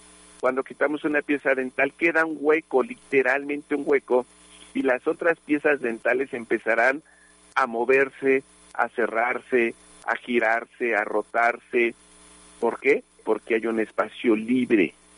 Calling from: Ixtapaluca, State of Mexico, Mexico; de Iztapaluca.

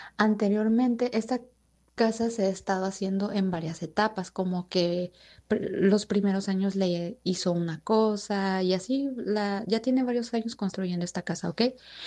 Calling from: Michoacán, Mexico; Yo soy de Michoacán.

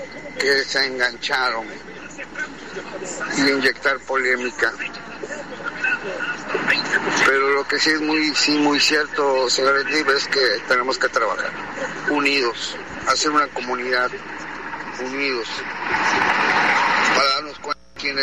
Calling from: Mexico; todos somos mexicanos.

